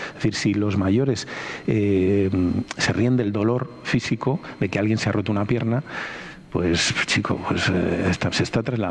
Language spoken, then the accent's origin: Spanish; Valladolid, Castile and León, Spain; Pero yo soy de Valladolid, secretario general provincial de Valladolid.